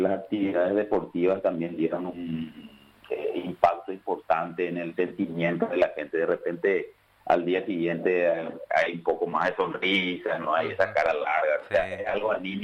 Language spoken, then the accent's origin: Spanish; Paraguay; paraguayos somos muy particulares.